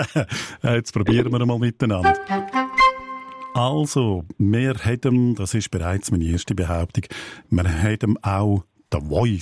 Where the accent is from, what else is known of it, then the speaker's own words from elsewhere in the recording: Aargau, Switzerland; Noch ein Mundartwort aus dem Aargau, aus meiner Heimat.